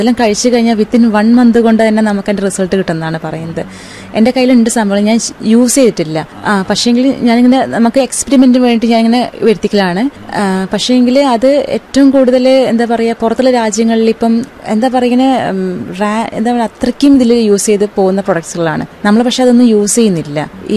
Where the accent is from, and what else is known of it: Kerala, India